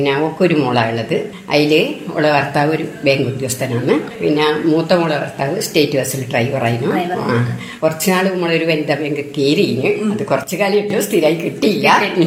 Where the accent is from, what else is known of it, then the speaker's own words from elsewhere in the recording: Pariyaram, Kerala, India; എന്റെ നാട് പരിയാരത്ത